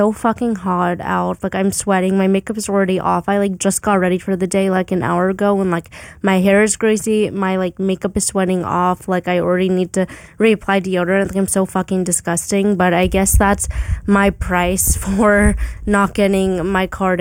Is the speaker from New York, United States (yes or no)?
no; Arizona, United States; moved away; I'm from Arizona